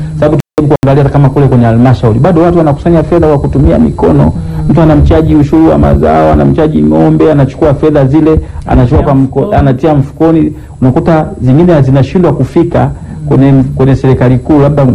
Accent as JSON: {"language": "Swahili", "country": "Tanzania"}